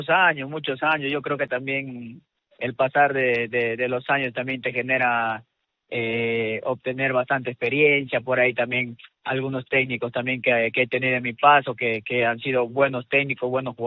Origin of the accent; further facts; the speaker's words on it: Pucallpa, Ucayali, Peru; en Pucallpa pues estuve con el Sport Loreto de mi tierra